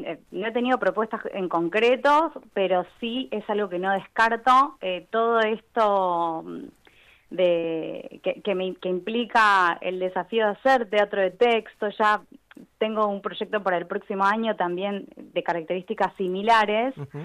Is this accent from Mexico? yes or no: no; Argentina; Creo que como argentinos